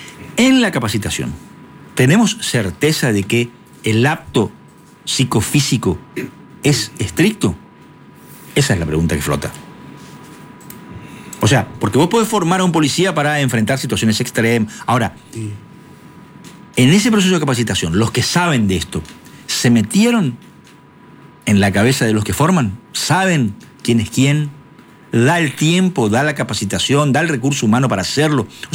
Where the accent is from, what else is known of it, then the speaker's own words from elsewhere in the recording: Corrientes, Argentina; somos correntinos